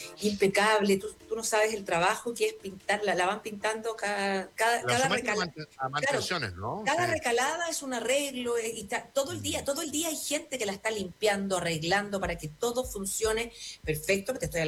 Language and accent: Spanish; Chile; now in United States; yo soy chilena